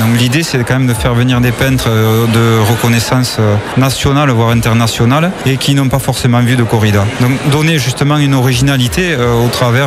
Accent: Vic-Fezensac, Occitanie, France; moved away as an adult; now in Hossegor, France; je suis originaire de Vic-Fezensac et j'habite à Haussegor, ça fait une trentaine d'années.

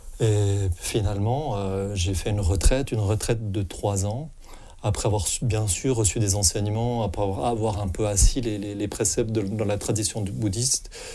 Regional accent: Fribourg, Switzerland; also born or lived in Geneva; Donc je suis né effectivement en Suisse, dans la région de Fribourg. Donc je suis né à Fribourg et ensuite j'ai vécu pas mal de temps à Genève.

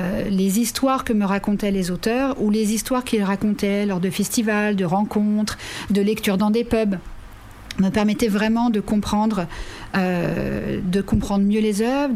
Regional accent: Paris, Île-de-France, France; moved away as an adult; moi, donc, je suis française, j'ai grandi à Paris, et quand j'ai commencé à faire ma thèse en Australie en 2003

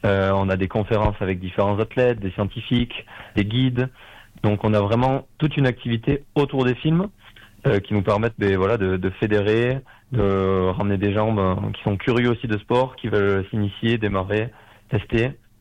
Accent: Bagnères-de-Bigorre, Occitanie, France; On est natifs de Bagnères tous les trois.

